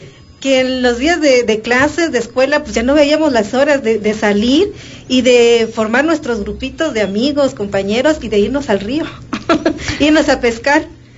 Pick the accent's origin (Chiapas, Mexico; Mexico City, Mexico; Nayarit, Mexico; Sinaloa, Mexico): Chiapas, Mexico; Chicomuselo; yo soy originaria de Chicomucelo. Soy de pueblo de los siete jaguares. Nací allá en el año 1982.